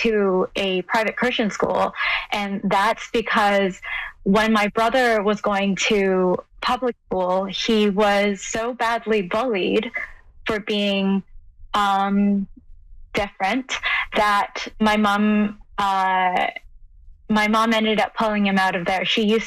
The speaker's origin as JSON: {"language": "English", "town": "Guelph", "region": "Ontario", "country": "Canada", "tie": "born or raised there"}